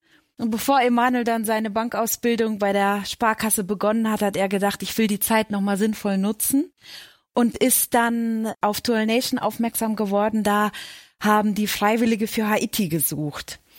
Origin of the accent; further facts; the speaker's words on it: Augustdorf, North Rhine-Westphalia, Germany; Wir kommen hier aus Augsdorf, also gar nicht weit weg von Detmold, sind dort beide aufgewachsen, kennen uns auch beide schon von klein auf, haben die gleiche Schule besucht